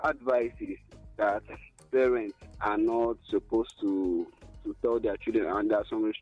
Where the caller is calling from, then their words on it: Nigeria; I'm calling from Nigeria.